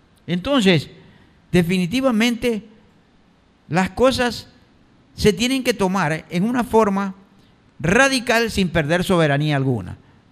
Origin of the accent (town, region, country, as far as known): Ecuador